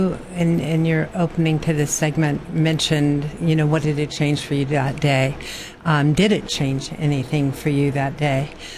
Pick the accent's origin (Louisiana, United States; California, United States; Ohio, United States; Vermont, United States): California, United States; Central Valley; I grew up in the Central Valley, and we, you know, everybody had little Cessnas and planes.